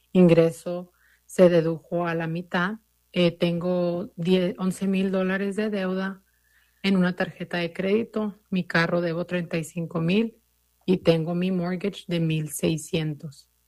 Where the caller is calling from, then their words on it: El Paso, Texas, United States; hablo de El Paso, Texas